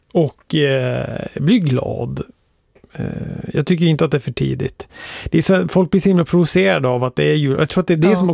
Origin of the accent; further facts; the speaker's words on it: Luleå, Norrbotten County, Sweden; moved away; Jag var ju hemma i Luleå nu, var jag hos min mamma.